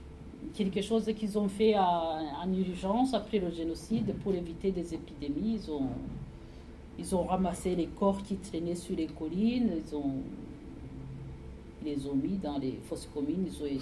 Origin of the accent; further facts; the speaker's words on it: Rwanda; moved away; Le mémorial est de chez moi, à Détroit commune. Quand je suis retournée au Rwanda